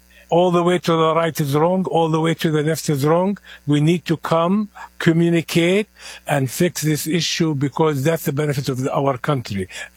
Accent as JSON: {"language": "English", "country": "Palestine", "tie": "born or raised there", "accent": "heavy accent", "moved": "yes", "lives_now": "United States", "said": "So I feel an American, even though I have a heavy accent. I was born here, grew up back home in Palestine."}